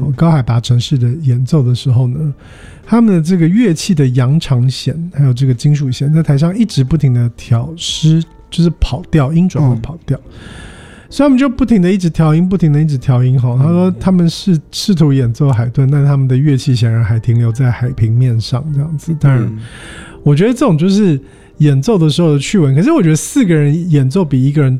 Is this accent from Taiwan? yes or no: yes; Taiwan; 那我们台湾人出国要带什么？